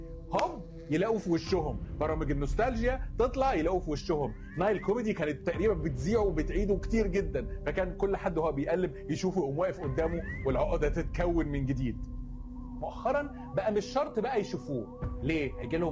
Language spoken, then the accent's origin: Arabic; Egypt; عندنا في مصر